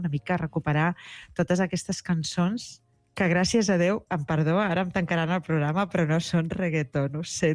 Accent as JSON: {"language": "Catalan", "region": "Catalonia", "country": "Spain", "said": "perquè jo també sóc del Camp de Tarragona."}